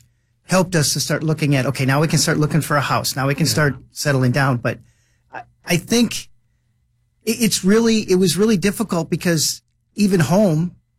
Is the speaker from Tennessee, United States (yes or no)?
no; Delano, California, United States; I mean, I grew up in Delano. I mean, why is this all brand new again?